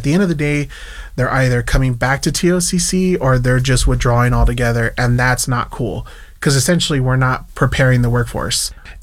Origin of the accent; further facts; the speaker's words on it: Yuma, Arizona, United States; I come from the Fort Yuma Quetzal tribe in Yuma, Arizona.